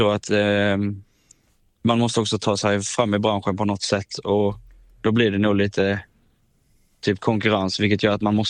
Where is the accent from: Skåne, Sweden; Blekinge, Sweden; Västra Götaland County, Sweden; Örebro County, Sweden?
Blekinge, Sweden; Sölvesborg; now in Stockholm, Sweden; Bland annat hemma i Sölvesborg då.